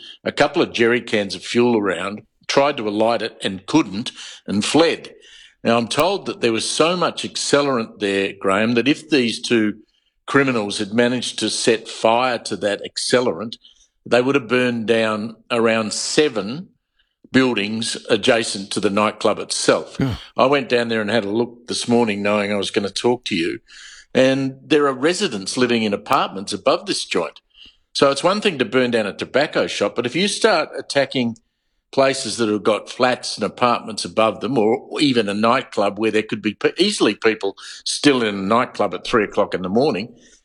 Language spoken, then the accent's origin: English; South Australia, Australia; born there; also born or lived in Sydney; now in Melbourne, Australia; as you know, I'm South Australian born, but I have lived here for a very long time and in Sydney.